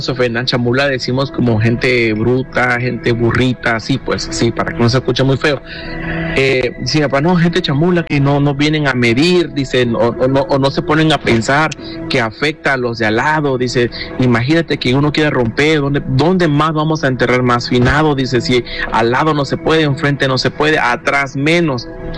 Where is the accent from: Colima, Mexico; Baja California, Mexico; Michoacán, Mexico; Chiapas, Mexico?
Chiapas, Mexico; Tonalá; now in Omaha, United States